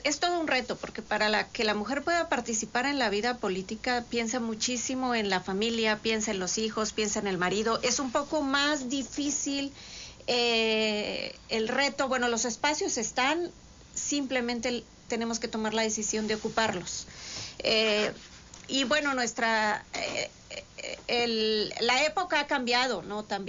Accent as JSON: {"language": "Spanish", "town": "Río Bravo", "region": "Tamaulipas", "country": "Mexico", "tie": "born or raised there", "said": "soy originaria de Río Bravo"}